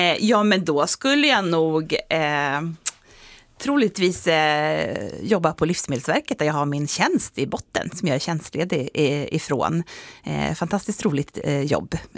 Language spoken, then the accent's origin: Swedish; Nacka, Stockholm County, Sweden; moved away; Utifrån Nacka Värmdö där jag kommer ifrån i Stockholm.